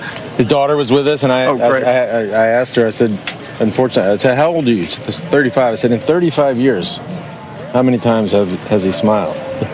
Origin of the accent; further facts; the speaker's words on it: Texas, United States; Well, I grew up in outside of Dallas.